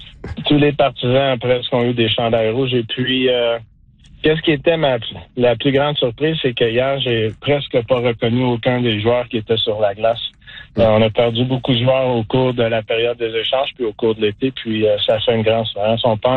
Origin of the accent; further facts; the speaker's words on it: Calgary, Alberta, Canada; also born or lived in Edmonton; Oui, ben de mon côté, puis je dois dire que j'ai grandi à Calgary, j'habite à Calgary.